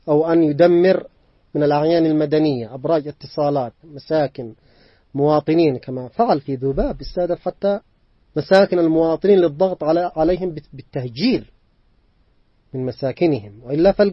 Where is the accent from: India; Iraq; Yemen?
Yemen; ونحن كشعب يمني بهويتنا الإيمانية الراسخة